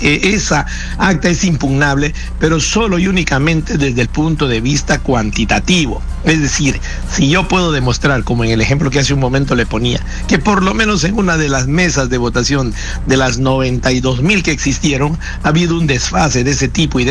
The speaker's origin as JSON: {"language": "Spanish", "town": "Iquitos", "region": "Loreto", "country": "Peru", "tie": "born or raised there", "said": "por más que haya querido ir a pasar unos días allá después de visitar mi tierra en Iquitos"}